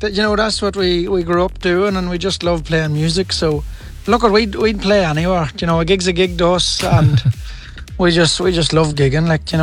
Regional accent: Derrylin, Northern Ireland, United Kingdom; It's just in my hometown in Derry Lynn in County Fermanagh.

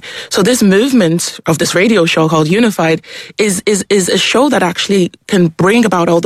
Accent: Leinster, Ireland; also born or lived in Nigeria; personally, I grew up in Ireland. I grew up in County Wexford, actually. I'm a migrant. Grew up in Ireland since I was the age of 3 from Nigeria.

